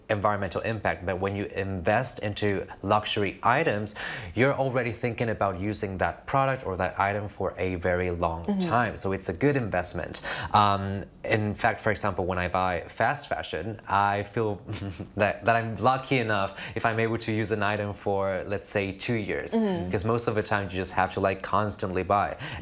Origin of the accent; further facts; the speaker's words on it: Spain; moved away; I come from Spain